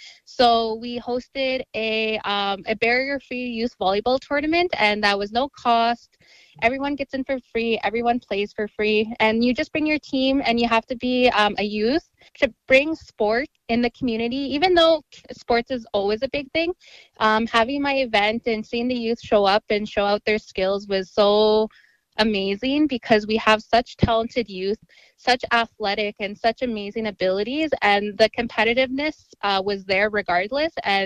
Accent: Ochapowace First Nation, Saskatchewan, Canada; I'm really proud of the connections I've made just from growing up on Ochapaways First Nation, you know, pursuing post-secondary education, being in sports all my life.

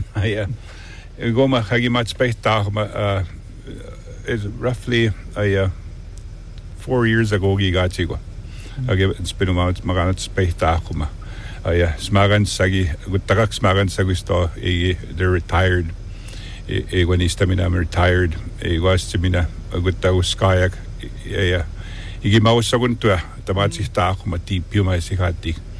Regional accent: Beauval, Saskatchewan, Canada; now in Île-à-la-Crosse, Canada; I'm from Isle of Cross right now it would do again since 1993 I'm originally from Beauval sagam ya hana sigati just on the outskirts of Beauval iguta So I come from the trap line

